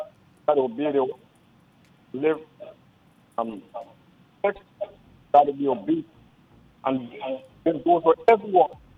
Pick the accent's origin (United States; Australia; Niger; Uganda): Niger; I grew up in Niger.